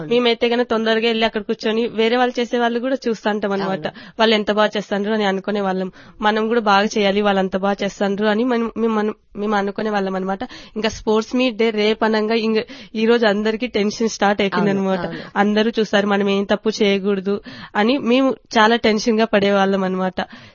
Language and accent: Telugu; Kadiri, Andhra Pradesh, India; moved away; నేను కదిరి నుంచి వచ్చాను.